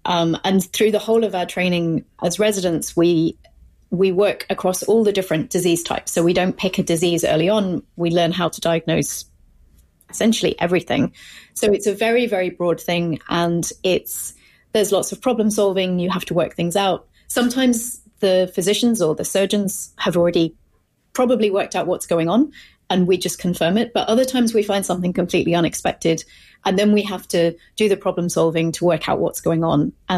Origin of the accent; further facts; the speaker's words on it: North East England, United Kingdom; now in Cambridge, United Kingdom; So I grew up in the very north of England in a county called Northumberland.